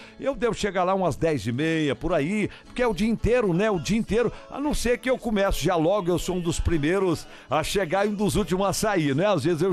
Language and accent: Portuguese; Capelinha do Chumbo, Minas Gerais, Brazil; alô, Capelinha do Chumbo, a minha terra natal, Major Porto, município de Patos de Minas, um abraço.